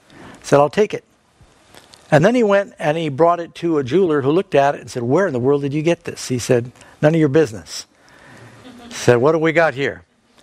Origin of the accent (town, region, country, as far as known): Manhattan, New York, United States; born or raised there; also born or lived in Los Angeles, United States / Miami, United States